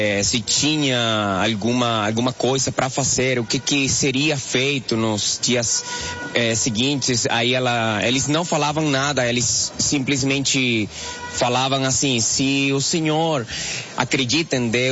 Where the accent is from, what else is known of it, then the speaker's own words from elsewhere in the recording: Venezuela; Portuguese is a second language; Sou venezuelano.